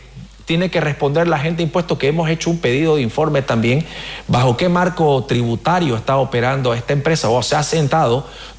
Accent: Santa Cruz de la Sierra, Santa Cruz, Bolivia; yo soy de Santa Cruz

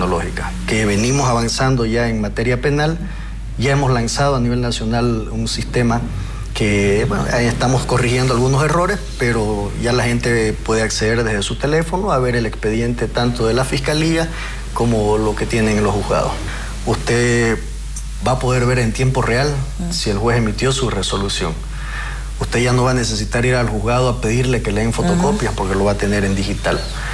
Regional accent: Santa Cruz de la Sierra, Santa Cruz, Bolivia; yo vivía en Santa Cruz

